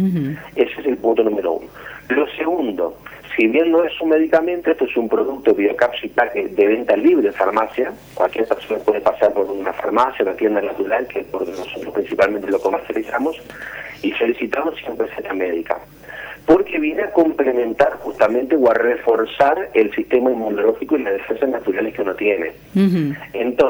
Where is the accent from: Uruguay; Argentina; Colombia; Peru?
Uruguay